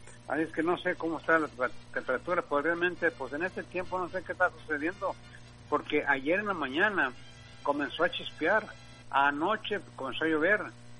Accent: Jalisco, Mexico; Digo, porque somos de Jalisco nosotros también. Dije, bueno, realmente no somos, somos jaliscienses

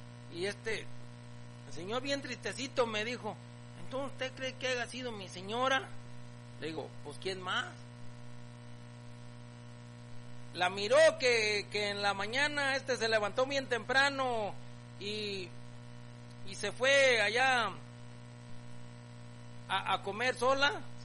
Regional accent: Poncitlán, Jalisco, Mexico; Yo soy de Poncitlán. No, ¿cuál Poncitlán? Es allá de la Piedra Grande, de allá de las Peñitas.

